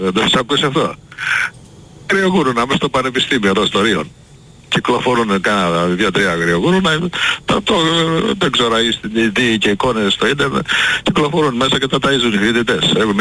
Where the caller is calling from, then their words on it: Patras, Western Greece, Greece; είμαι έξω από την Πάτρα, εντάξει, είμαι σε ένα... στις παρυφές ενός ωραίου